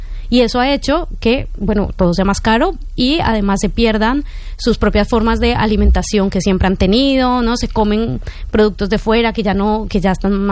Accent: Colombia

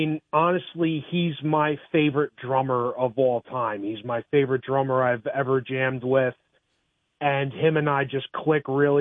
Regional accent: Ossining, New York, United States; So I grew up in Ossining, New York, and I'm an MTV baby.

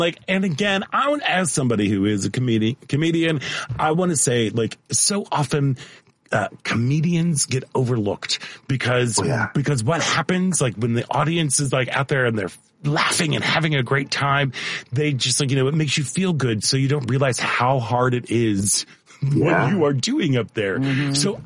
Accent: St. Louis, Missouri, United States; Because, again, as a kid, growing up in St. Louis, like the Muni was...

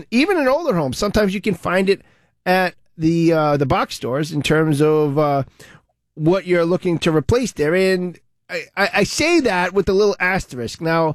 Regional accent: Providence, Rhode Island, United States; just because I grew up in Olneyville, I know Providence really, really well.

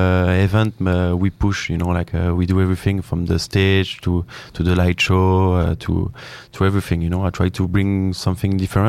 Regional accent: Belgium; accent: French; I'm from Belgium.

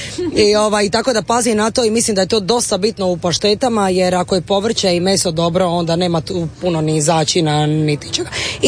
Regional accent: Sinj, Split-Dalmatia County, Croatia; Da, mislim, ja sam iz Sinja, tako da kod nas je opće poznato da mi volimo dobro jest

